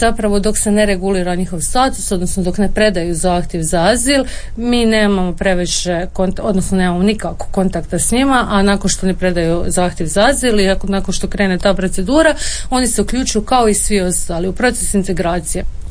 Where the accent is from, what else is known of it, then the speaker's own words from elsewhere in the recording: Dubrovnik, Dubrovnik-Neretva County, Croatia; now in Zagreb, Croatia; Recimo, ja sam migrirala iz Dubrovnika u Zagreb